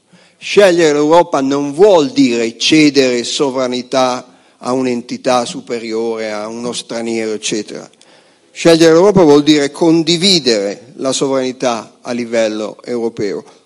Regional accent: Cremona, Lombardy, Italy; io sono di Cremona.

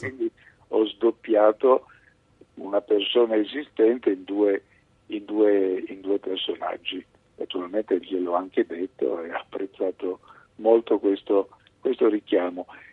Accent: Piedmont, Italy; essendo piemontese di quella generazione, nato nel 48, si parlava ancora piemontese, quindi con i piemontesi della mia generazione io continuo a parlare quella lingua

